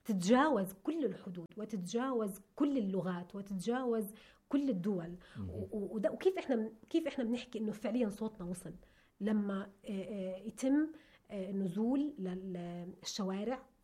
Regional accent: Palestine; إحنا اليوم صرنا كشعب فلسطين شعب منقسم.

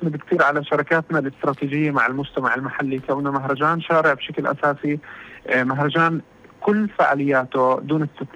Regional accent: Palestine

